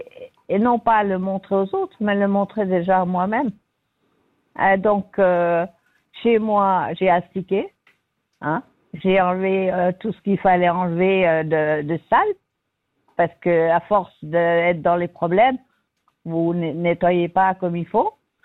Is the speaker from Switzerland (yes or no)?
yes; Switzerland; Je suis dans un pays libre, je suis suissesse.